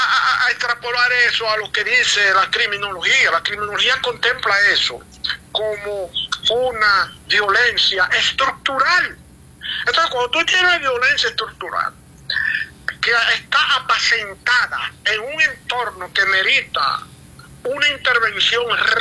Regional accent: Dominican Republic; Yo lo que quiero es brindar o sacar de mi seso lo que yo aprendí para yo no, como dominicano, para cuando yo tenga a ti diciendo eso

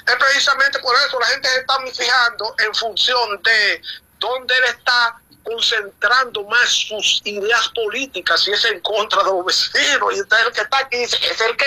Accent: Dominican Republic; así somos nosotros los dominicanos

